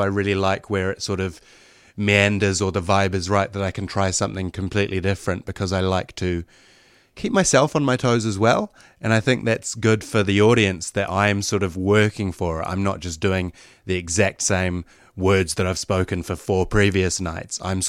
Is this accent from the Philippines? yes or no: no; New Zealand; I am from New Zealand.